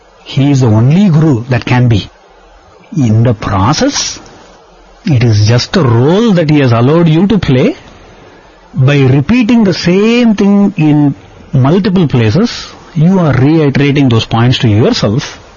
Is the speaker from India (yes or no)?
yes; India; those of us who are growing up in India